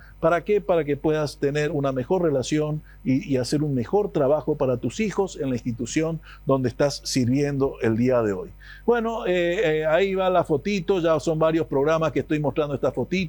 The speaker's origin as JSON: {"language": "Spanish", "country": "Paraguay"}